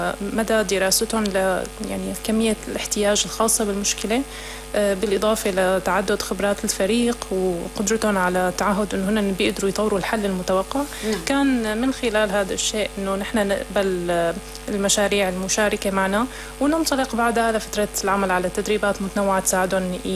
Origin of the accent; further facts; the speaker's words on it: Syria; عنا كسوريين بشكل عام